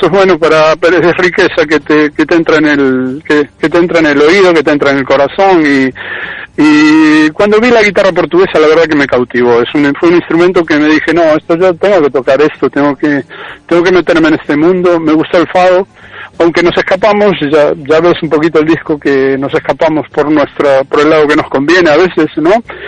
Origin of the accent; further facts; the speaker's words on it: Argentina; now in Fene, Spain; son de mi tierra